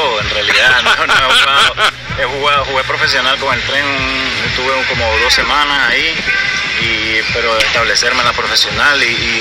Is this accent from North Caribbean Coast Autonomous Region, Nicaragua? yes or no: no; Managua, Nicaragua; born there; yo soy nacido en Managua